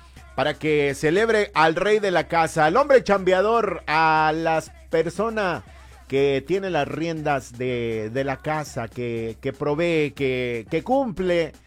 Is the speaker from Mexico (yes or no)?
yes; Mexico; Y como mexicano, pues hay que apoyarlo también